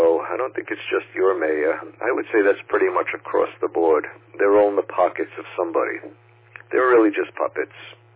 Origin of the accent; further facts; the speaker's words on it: Maspeth, New York, United States; now in Long Island, United States; I grew up actually in Maspeth, right next door to you. And I'm sure you remember back in the 70s what the traffic was like there.